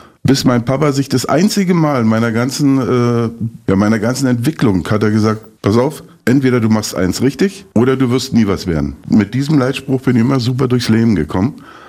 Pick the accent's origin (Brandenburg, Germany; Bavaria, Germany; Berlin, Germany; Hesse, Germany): Brandenburg, Germany; Eisenhüttenstadt; born or raised there